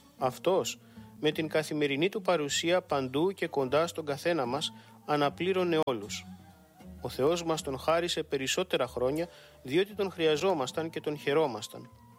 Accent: Chios, North Aegean, Greece; also born or lived in Çeşme; Γεννήθηκα στον Τσεσμέ, Κρίνη κατά το Ελληνικόν, της Μικράς Ασίας, απέναντι από την Χίο. Δεν έζησα όμως καθόλου εκεί. Μουρουδάκι με πήρε η μάνα μου στον πρώτο διωγμό το 1914 και ήλθαμε στη Χίο.

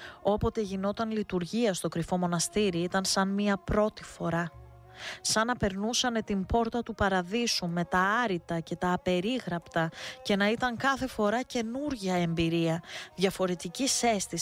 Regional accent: Istanbul, Turkey; Ορφάνεψα από μικρός Κι έτσι με ανέλαβε ο θείος μου, ο καθηγητής, και μεγάλωσα στην Κωνσταντινούπολη.

